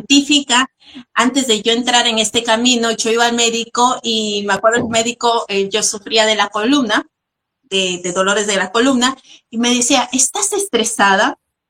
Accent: Peru

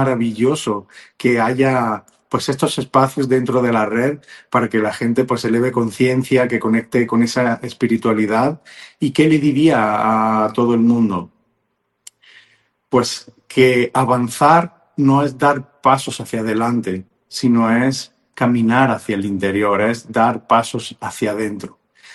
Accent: Spain; now in Mexico; desde México, aunque soy de España, pero resido aquí en México

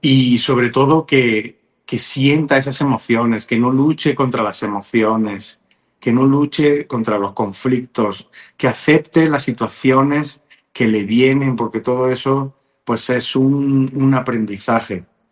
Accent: Spain; now in Mexico; pues desde aquí, desde México, aunque soy de España, pero resido aquí en México

